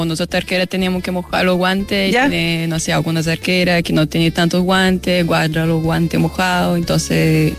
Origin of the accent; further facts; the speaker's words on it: Brazil; now in Chile; Soy brasileña